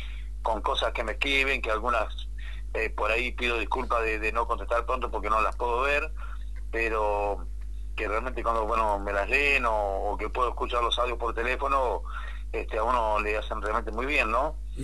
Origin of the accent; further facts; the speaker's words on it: General Villegas, Buenos Aires Province, Argentina; llevando el nombre de General Villegas.